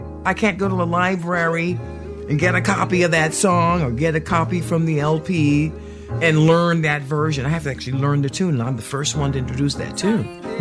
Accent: Miami, Florida, United States; moved away as an adult; also born or lived in New York; now in Los Angeles, United States; I was born in Miami, Florida. The family life was really centered around church, a community.

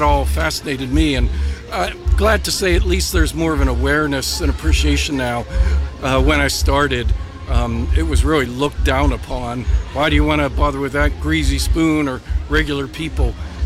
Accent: West Mifflin, Pennsylvania, United States; I have spent my entire life living in West Mifflin.

